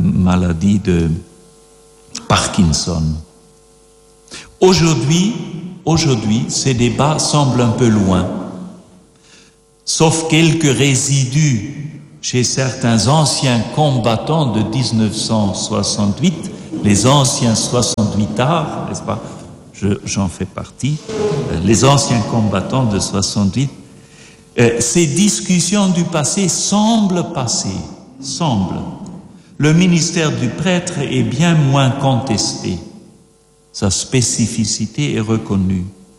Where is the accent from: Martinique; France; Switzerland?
Switzerland; j'ai été ordonné en 1970, comme on disait chez nous en Suisse